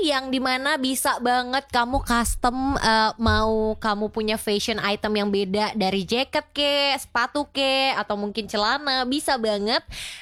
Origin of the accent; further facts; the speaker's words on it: Medan, North Sumatra, Indonesia; Aku darah Sumatera, teman Pro 2, asli. Nggak kaleng-kaleng, aku juga darah Sumatera, walaupun bukan Sumatera Barat, aku Sumatera Utara, teman Pro 2. Aku anak Medan banget nih.